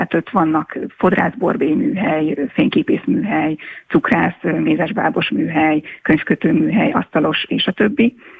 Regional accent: Hungary; Szakovas megyei vagyok

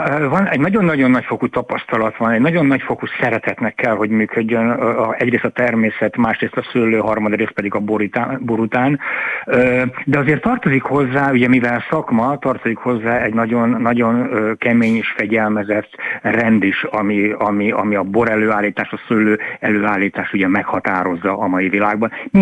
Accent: Balatonszabadi, Somogy, Hungary; born there; én nagyon jó helyre születtem, ugyanis itt születtem

